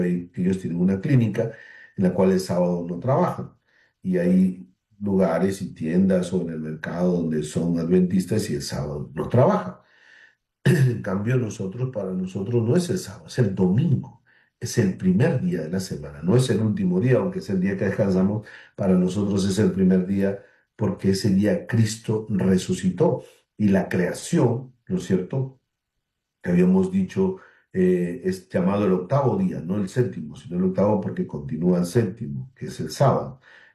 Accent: Tumbes, Peru; mis paisanos, yo soy de Tumbes

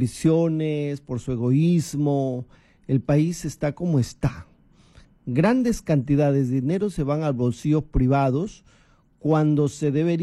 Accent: Peru; somos libres los peruanos

